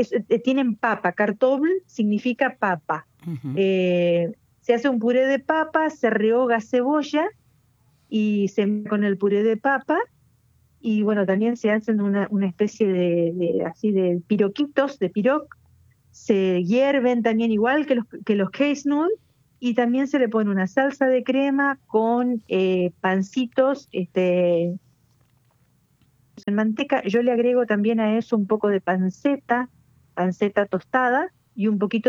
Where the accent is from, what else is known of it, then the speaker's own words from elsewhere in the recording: Valle María, Entre Ríos, Argentina; moved away as an adult; yo hace 31 años que vivo acá y yo, digamos, no cuando yo soy oriunda de Valle María. Yo cuando vivía en Valle María